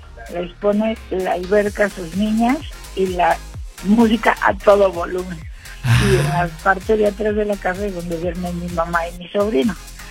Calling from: Mexico; de Aragón.

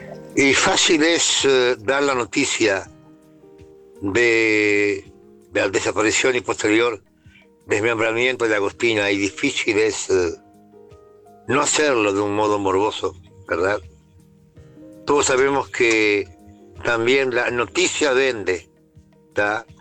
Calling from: Fray Bentos, Río Negro, Uruguay; me comunico desde Fray Bentos, Uruguay. Bien, frente a Gualeguaychú.

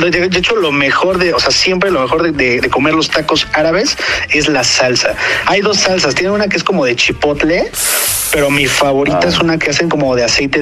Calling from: Aguascalientes, Mexico; Del meritito Aguascalientes.

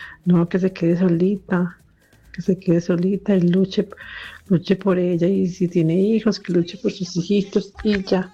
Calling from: Zaragoza, Aragon, Spain; de Zaragoza, España

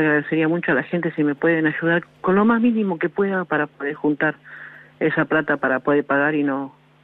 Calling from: Villa Rosa, Buenos Aires Province, Argentina; Yo acá de Villa Rosa soy.

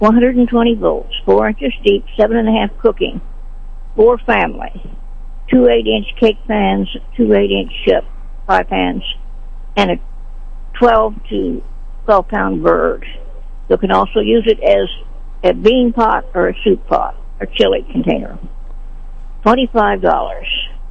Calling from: Sedalia, Missouri, United States; I'm calling from Sedalia.

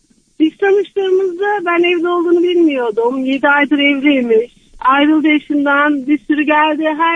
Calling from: Antalya, Turkey; ben Antalya'dan.

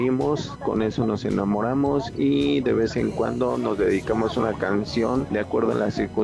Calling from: Puebla, Mexico; los escucho desde Angelópolis

